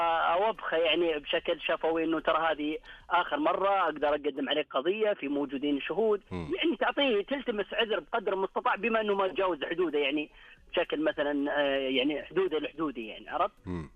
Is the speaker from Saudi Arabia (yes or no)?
yes; Saudi Arabia; وإحنا كمجتمع سعودي